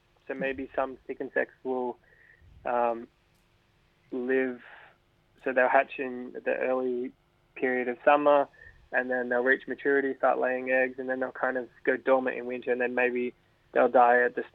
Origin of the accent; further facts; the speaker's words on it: Sydney, New South Wales, Australia; I grew up in Sydney, so I'm kind of used to the more, I guess, subtropical, tropical kind of regions.